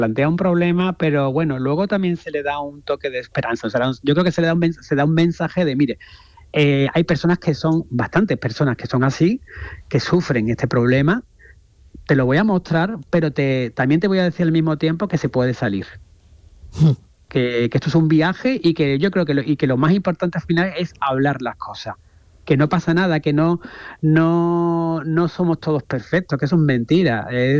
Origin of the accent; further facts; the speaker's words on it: Andalusia, Spain; pero yo soy una mezcla entre barroco, porque claro, soy andaluz